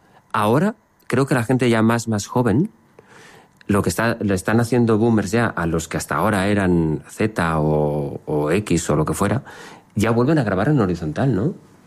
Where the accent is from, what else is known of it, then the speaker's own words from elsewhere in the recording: Valencian Community, Spain; Siendo yo valenciano es una expresión complicada.